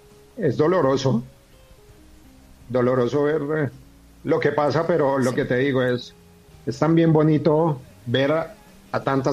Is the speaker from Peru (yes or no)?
no; Bogotá, Bogotá D.C., Colombia; also born or lived in Cali; yo soy de Bogotá, pero amo Cali, me fui muy joven para allá y es una ciudad que me abrió las puertas